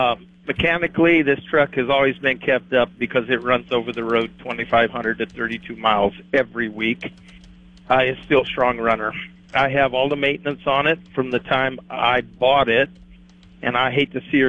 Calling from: Creighton, Nebraska, United States; down in Creighton, Nebraska.

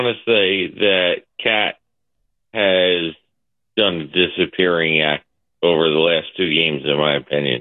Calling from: Ramtown, New Jersey, United States

